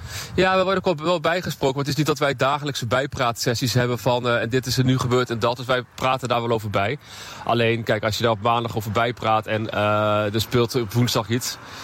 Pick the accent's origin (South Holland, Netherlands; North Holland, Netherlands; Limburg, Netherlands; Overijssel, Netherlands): Overijssel, Netherlands; Zwolle; Dan kom ik uit Zwolle en ik voel me toch wel een beetje tot de regio verbonden.